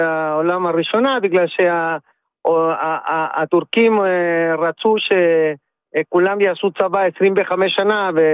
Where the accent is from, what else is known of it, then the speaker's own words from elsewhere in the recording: Chile; Hebrew is a second language; moved away as an adult; now in Israel; אני עולה חדש מצ'ילה.